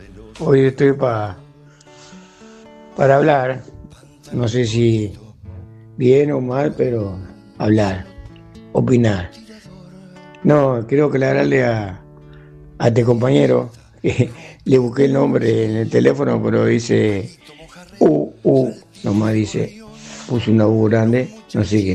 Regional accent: Uruguay; now in Argentina; hace más de 50 años que vivo ya, hace más años que vivo acá que en Uruguay, pero soy más charrúa que argentino, guarda. Muchos dirán, si soy argentino no soy uruguayo, sí, mi paisito es lo más grande que hay.

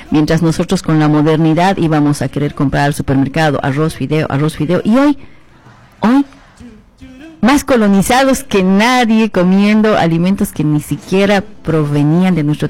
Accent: Bolivia

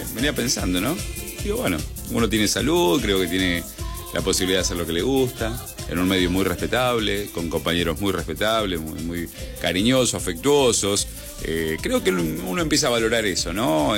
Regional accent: San Juan, Argentina; born there; moved away; Nací en San Juan. Mamá mendocina y papá sanjuanino.

